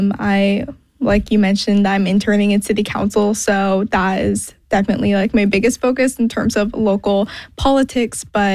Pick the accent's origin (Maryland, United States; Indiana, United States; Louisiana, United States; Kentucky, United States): Indiana, United States; Indianapolis; moved away as an adult; now in Cincinnati, United States; I'm from Indianapolis.